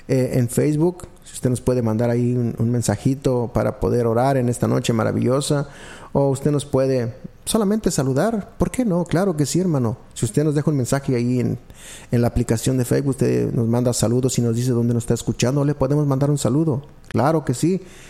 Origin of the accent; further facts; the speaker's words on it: Puebla, Mexico; moved away; Yo soy de Puebla y estoy a 5 minutos del centro de convenciones de allá de Puebla.